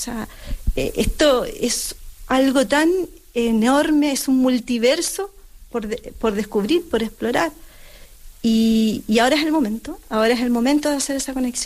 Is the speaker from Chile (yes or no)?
yes; Chile; Sí, es mi nombre simbólico y soy chilena.